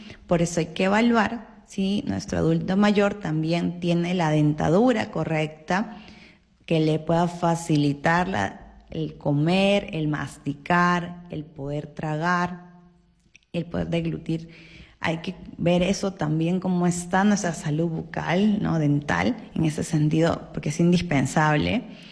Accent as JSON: {"language": "Spanish", "country": "Peru", "said": "Porque usualmente nosotros como peruanos, pues, solemos servir la mitad del plato de arroz"}